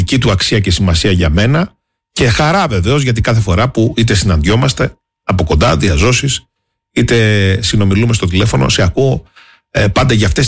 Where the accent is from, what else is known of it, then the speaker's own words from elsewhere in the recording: Crete, Greece; now in Heraklion, Greece; στα μέρη μας εκεί προς τη Σιτία και το Μεραμπέλο